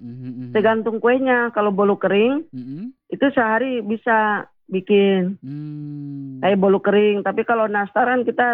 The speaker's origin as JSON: {"language": "Indonesian", "town": "Kuningan", "region": "West Java", "country": "Indonesia", "said": "saya kan orang Kuningan, Jawa Barat."}